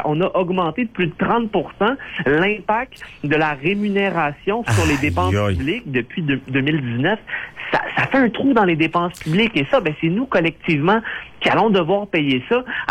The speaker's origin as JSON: {"language": "French", "country": "Canada", "said": "en tant que Canadien"}